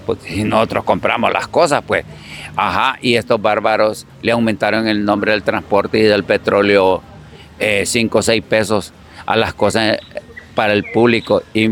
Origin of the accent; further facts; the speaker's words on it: Honduras; somos hondureños